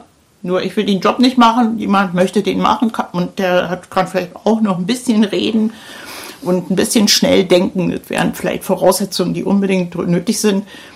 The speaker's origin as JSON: {"language": "German", "region": "Berlin", "country": "Germany", "said": "in Berlin, wo ich herkomme, dass die Leute bereit wären, so viel Arbeit zu investieren"}